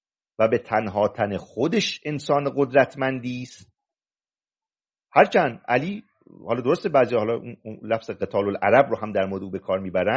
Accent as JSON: {"language": "Persian", "region": "Mazandaran", "country": "Iran"}